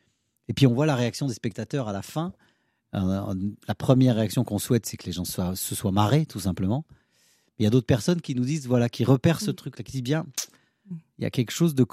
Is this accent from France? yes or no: yes; France; Et notre identité qui est française, parce qu'on est des Français